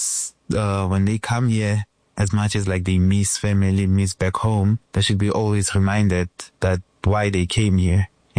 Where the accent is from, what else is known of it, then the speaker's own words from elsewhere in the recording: South Africa; first language English; moved away as an adult; now in United States; I'm from South Africa.